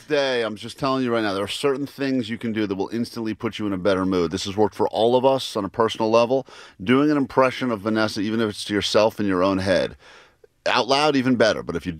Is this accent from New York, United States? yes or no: no; Tennessee, United States; born there; I was born in Tennessee